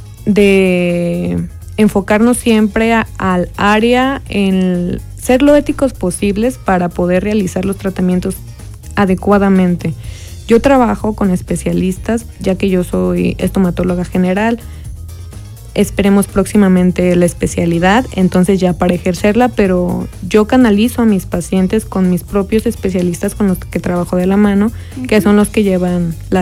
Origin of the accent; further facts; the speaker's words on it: Acatlán de Osorio, Puebla, Mexico; yo soy originaria de Acatlán de Osorio